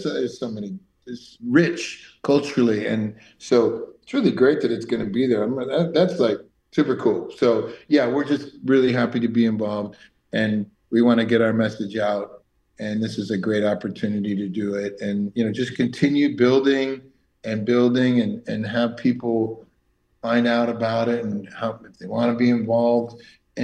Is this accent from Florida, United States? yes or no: no; Bloomington, Minnesota, United States; born there; also born or lived in Richfield; I was born in Bloomington. Lived in Richfield